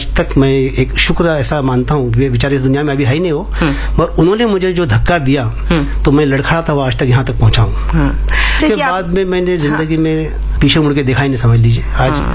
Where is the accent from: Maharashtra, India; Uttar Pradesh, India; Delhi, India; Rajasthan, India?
Maharashtra, India; Ratnagiri; now in Mumbai, India; मैं हूँ रत्नागिरी से बिलोंग करता हूँ